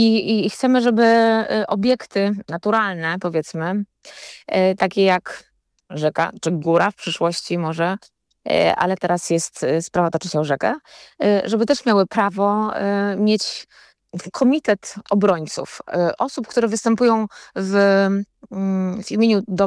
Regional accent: middle Oder region, Poland; now in Warsaw, Poland; Ja potwierdzam, że pochodzę z regionu nad Odrze, czyli tej środkowej Odry, powiedzmy, i do dzisiaj mi to zostało. To znaczy ja kocham mieszkać po stronie praskiej nad rzeką.

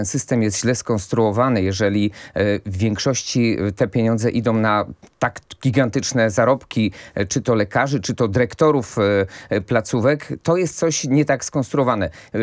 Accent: Kraków, Lesser Poland, Poland; akurat z Krakowa, jestem z Krakowa

